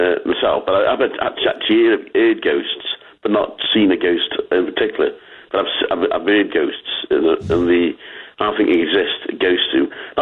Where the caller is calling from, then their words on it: Stoke-on-Trent, West Midlands, United Kingdom; accent: English; I live in Stoke-on-Trent, England, Staffordshire Potteries.